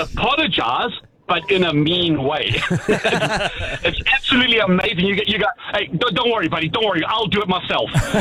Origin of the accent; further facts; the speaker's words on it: South Africa; But I'm the kind of person, because I'm South African, I'm quite a, people say I'm aggressive.